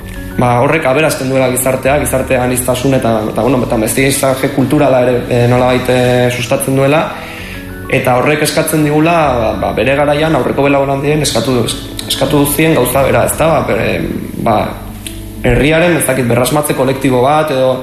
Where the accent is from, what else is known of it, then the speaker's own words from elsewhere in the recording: Pasaia, Basque Country, Spain; gure herrira